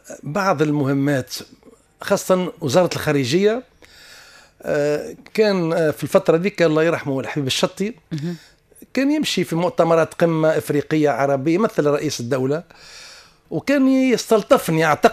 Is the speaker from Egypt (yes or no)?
no; Tunisia